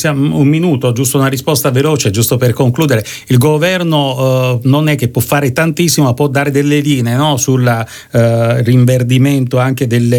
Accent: Naples, Campania, Italy; io sono di Napoli, quindi conosco bene la realtà.

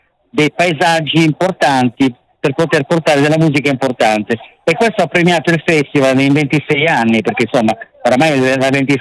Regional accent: Alghero, Sardinia, Italy; Alghero che è catalana, io sono di Alghero, super catalana

